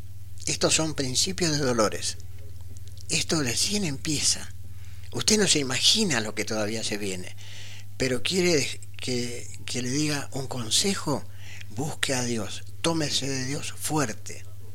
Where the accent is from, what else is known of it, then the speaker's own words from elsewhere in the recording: Argentina; por toda la labor que ha hecho para nosotros como argentinos